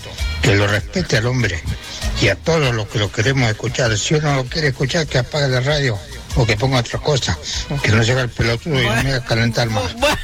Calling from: Anchorena, San Luis, Argentina; Bueno, te comento acá en Anchorena, hace un día más o menos fresco, bastante viento, ahora hay un poquito de sol.

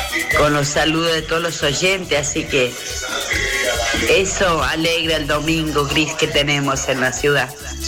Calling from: Argentina; de La Ulaye.

